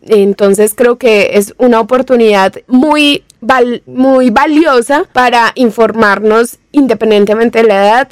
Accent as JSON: {"language": "Spanish", "country": "Colombia", "said": "para nosotros como colombianos"}